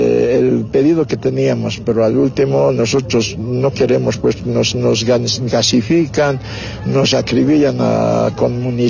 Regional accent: Bolivia; Nosotros somos pues bolivianos, todos debemos respetar la constitución política del Estado.

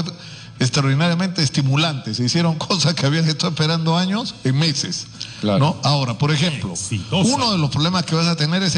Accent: Peru; como los peruanos tenemos la mala costumbre de no querernos a nosotros mismos

